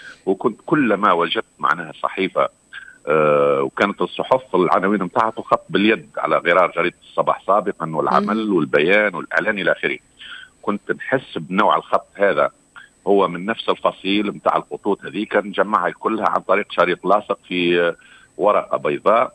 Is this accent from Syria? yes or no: no; Sidi Bouzid, Tunisia; انطلقت معايا تحديدا من ريف منطقة قصر الحمام في أحواز الرقاب وين درست،